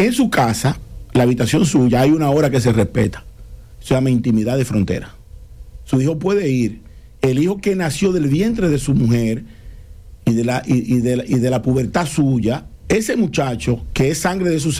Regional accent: Dominican Republic

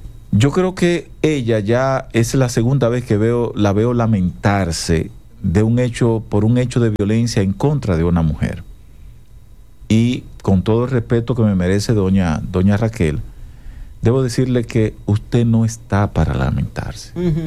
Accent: Dominican Republic; los dominicanos tenemos que dejar las divisiones ideológicas cuando estemos en el exterior.

